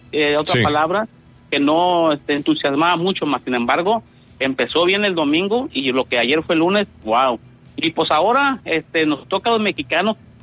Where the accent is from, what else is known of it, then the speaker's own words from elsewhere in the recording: Mexico; y pues sobre todo convivir ahí como mexicanos y ver este partido